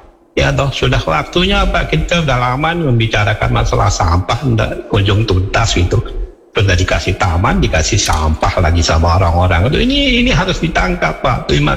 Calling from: Malang, East Java, Indonesia; sebagai warga Kota Malang

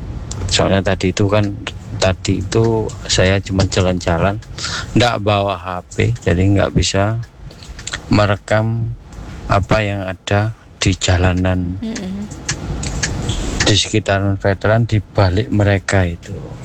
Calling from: Malang, East Java, Indonesia; kita orang Malang

